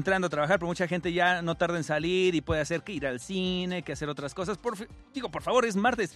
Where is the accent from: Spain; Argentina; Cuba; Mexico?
Mexico; Y oficialmente somos más mexicanos.